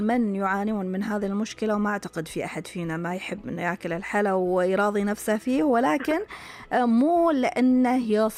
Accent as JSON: {"language": "Arabic", "country": "Saudi Arabia", "said": "عندنا في السعودية"}